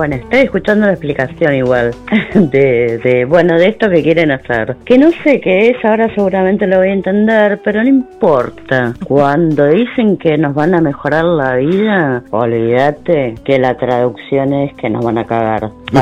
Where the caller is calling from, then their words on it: Mar del Plata, Buenos Aires Province, Argentina; de Mar del Plata.